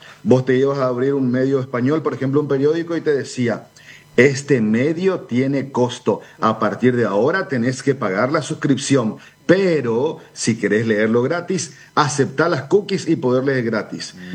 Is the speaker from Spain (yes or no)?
no; Paraguay